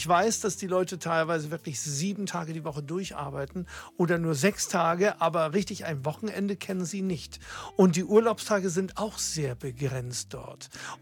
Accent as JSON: {"language": "German", "region": "Hamburg", "country": "Germany", "tie": "born there", "said": "Ich bin letztendlich in Hamburg geboren. Und ich bin sehr stolz darauf."}